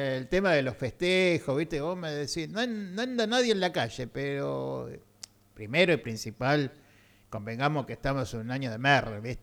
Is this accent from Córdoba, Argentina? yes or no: no; La Lucila del Mar, Buenos Aires Province, Argentina; born there; Yo viví gran parte de mi adolescencia en Lucila del Mar